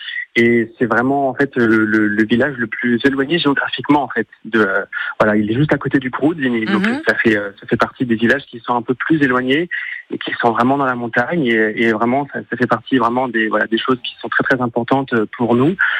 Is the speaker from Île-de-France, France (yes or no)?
no; Sant'Andrea-d'Orcino, Corsica, France; je suis originaire de Saint-André, d'Orchine.